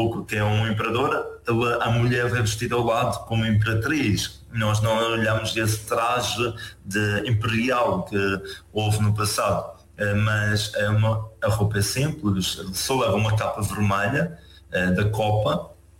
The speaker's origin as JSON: {"language": "Portuguese", "region": "Madeira", "country": "Portugal", "said": "Não sou da Camacha, mas da Ilha da Madeira."}